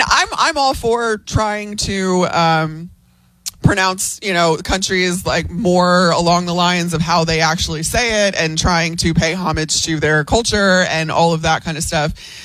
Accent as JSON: {"language": "English", "town": "Chicago", "region": "Illinois", "country": "United States", "tie": "born or raised there"}